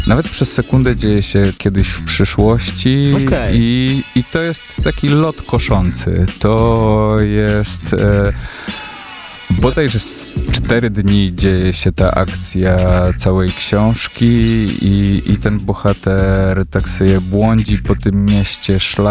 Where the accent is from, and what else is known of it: Warsaw, Masovian Voivodeship, Poland; born there